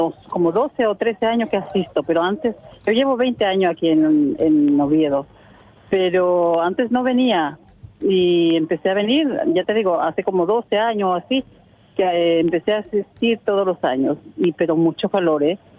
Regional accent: Venezuela; Allá se come mucho parrilla y en mi tierra, Venezuela, se come mucho sancocho para las fiestas

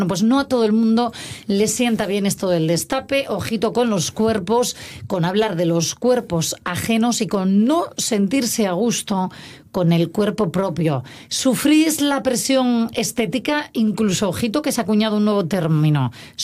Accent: Asturias, Spain; also born or lived in Madrid; o sea, una vez que he vuelto a mi tierra, Asturias, llevo 4 años, ¿no?

